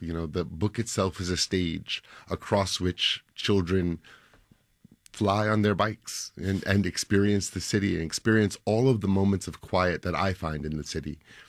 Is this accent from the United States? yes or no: yes; New York City, New York, United States; I love to walk, I'm a New Yorker, I walk, you're in the middle of everything.